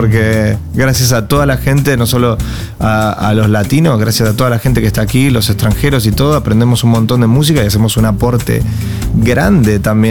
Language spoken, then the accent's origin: Spanish; Argentina; moved away; a mí en mi caso al menos como argentino